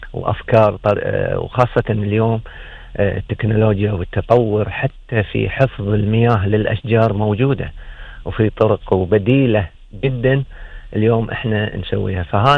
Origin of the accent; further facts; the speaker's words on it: Kuwait; عندنا في الكويت